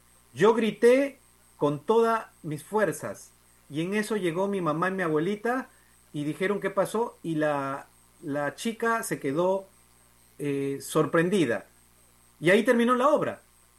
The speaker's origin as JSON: {"language": "Spanish", "country": "Peru", "said": "le hacíamos el roche de su vida como pares peruanos"}